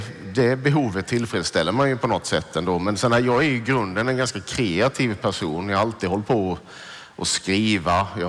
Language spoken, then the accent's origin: Swedish; southern Sweden, Sweden; jag är från en liten kommun, en liten stad i södra Sverige